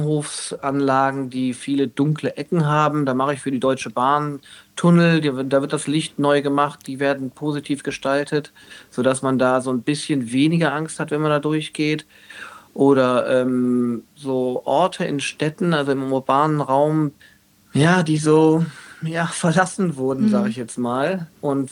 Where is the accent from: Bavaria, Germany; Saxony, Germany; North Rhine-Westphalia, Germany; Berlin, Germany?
North Rhine-Westphalia, Germany; Aachen; Das war in Aachen, wo ich herkomme, eine Protestaktion gegen den Bau eines Shoppingcenters